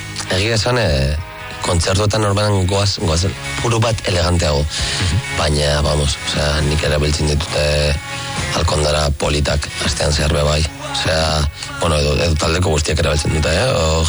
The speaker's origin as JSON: {"language": "Basque", "region": "Basque Country", "country": "Spain", "said": "Euskaldunak gara, Euskal Herria maite dugu"}